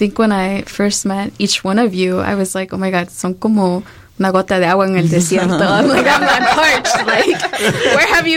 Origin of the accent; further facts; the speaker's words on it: Chicago, Illinois, United States; first language Spanish; English is a second language; also born or lived in Guatemala; having been born in Guatemala and then migrating here at such a young age, like, ahí dejé el ombligo. Like, it wasn't, even though I grew up in Southside Chicago, around majority Mexican